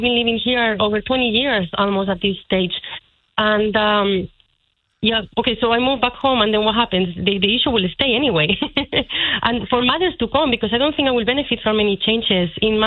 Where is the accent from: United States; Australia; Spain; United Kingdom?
Spain; Madrid, Community of Madrid; now in Ireland; I'm from Madrid, originally.